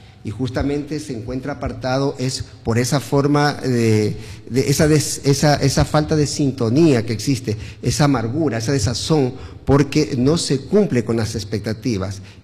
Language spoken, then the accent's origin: Spanish; Santa Ana, Manabí, Ecuador; now in Manta, Ecuador; yo orgullosamente soy de Santa Ana.